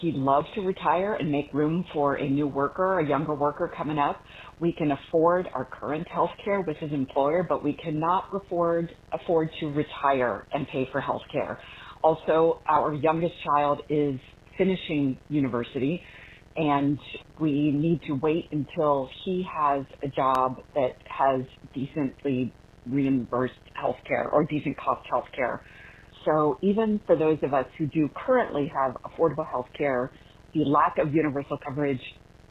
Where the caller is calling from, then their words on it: Ohio, United States; I'm calling from Ohio.